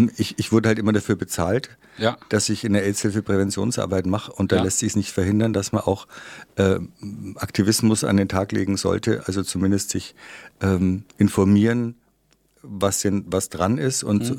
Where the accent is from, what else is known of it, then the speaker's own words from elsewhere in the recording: Bavaria, Germany; Ich komme aus der Oberpfalz, das habe ich schon erzählt. Ich bin der vierte einer fünfköpfigen Pfarrerssohnfamilie, der relativ streng erzogen wurde und dann noch in der Oberpfalz als Protestant in der katholischen Oberpfalz